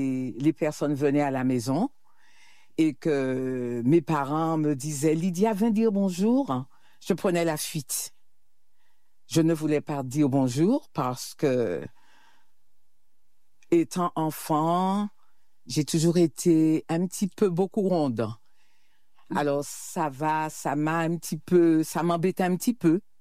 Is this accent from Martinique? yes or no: yes; Le Diamant, Martinique; Alors, le lien, c'est vrai, je suis issue du Diamant et j'aime à dire, je fais partie de cette belle commune du Diamant, dans le rocher du Diamant.